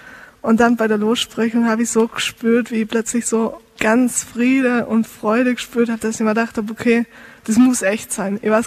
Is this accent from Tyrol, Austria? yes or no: yes; Tyrol, Austria; Und dann schreibe ich halt, ja, aus Tirol.